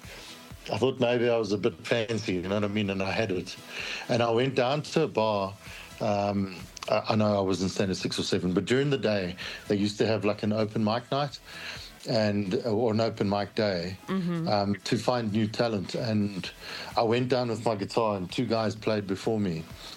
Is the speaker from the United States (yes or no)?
no; South Africa